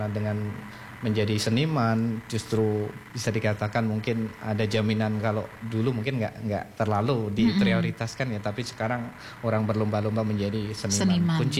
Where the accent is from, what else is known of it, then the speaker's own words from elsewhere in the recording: Yogyakarta, Special Region of Yogyakarta, Indonesia; now in Pemali, Indonesia; saya sendiri ya asli dari Pulau Jawa sana, tepatnya ada di lingkungan Jogja sana